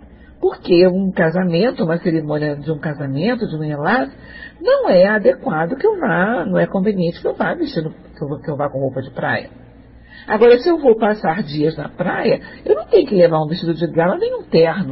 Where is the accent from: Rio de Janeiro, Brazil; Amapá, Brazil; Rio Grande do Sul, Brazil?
Rio de Janeiro, Brazil; sou carioca